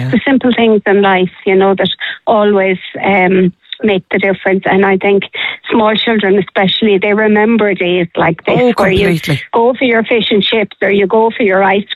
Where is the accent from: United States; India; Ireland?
Ireland; Spanish Point, Munster; moved away; I'm actually from Spanish Point